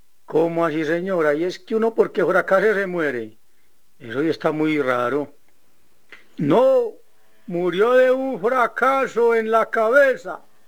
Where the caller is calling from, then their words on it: Medellín, Antioquia, Colombia; de Medellín